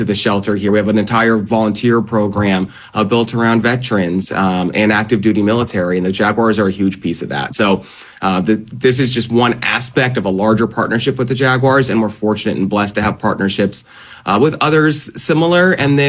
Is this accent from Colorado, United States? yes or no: yes; Denver, Colorado, United States; born or raised there; also born or lived in Salt Lake City; now in Jacksonville, United States